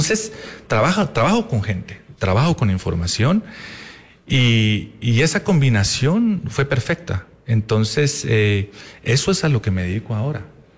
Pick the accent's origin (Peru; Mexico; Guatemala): Guatemala; now in United States; pues yo mantengo mi ciudadanía, soy ciudadano americano, pero mantengo mi ciudadanía americana, guatemalteca.